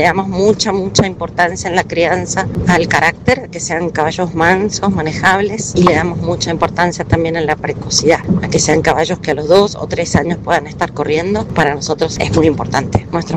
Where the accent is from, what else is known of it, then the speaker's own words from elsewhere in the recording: Eduardo Castex, La Pampa, Argentina; de Eduardo Castex, La Pampa.